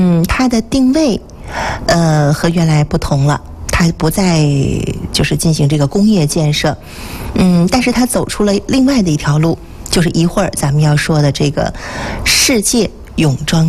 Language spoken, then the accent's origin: Chinese; Northeast China, China; 咱作为东北人